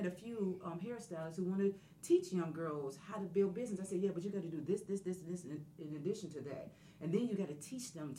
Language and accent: English; Chicago, Illinois, United States; moved away; Because I moved down. I'm from Chicago. I moved down here 8 years ago.